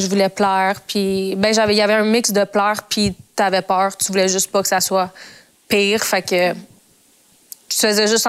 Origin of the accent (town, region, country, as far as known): Montreal, Quebec, Canada; born or raised there